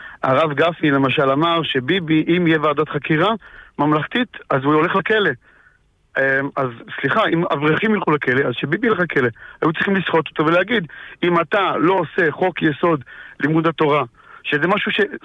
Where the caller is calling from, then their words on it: Ramat Gan, Tel Aviv District, Israel; אני מרמת גן.